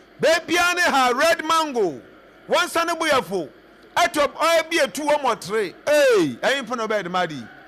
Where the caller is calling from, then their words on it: Sekondi, Western Region, Ghana; Good evening. … from Sekendi.